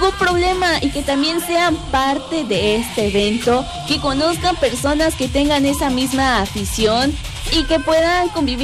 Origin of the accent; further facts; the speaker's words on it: Mexico; lo que somos los mexicanos